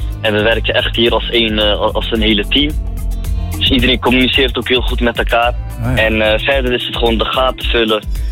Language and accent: Dutch; Rotterdam, South Holland, Netherlands; born there; Ja? Ik ben 30 jaar oud. Ik ben geboren in Rotterdam-Zuid